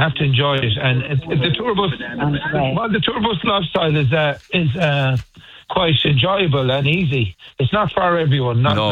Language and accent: English; Tuam, Connacht, Ireland; the funny thing is we're from Tuam and we consider ourselves very urban.